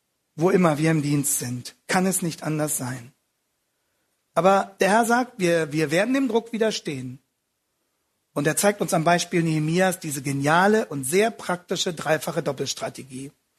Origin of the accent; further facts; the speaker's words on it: Germany; Wir als Deutsche freuen uns vielleicht weniger drüber